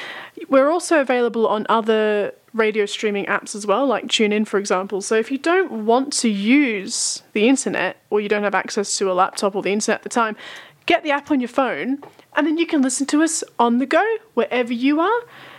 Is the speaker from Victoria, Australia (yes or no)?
yes; Melbourne, Victoria, Australia; a band from my hometown of Melbourne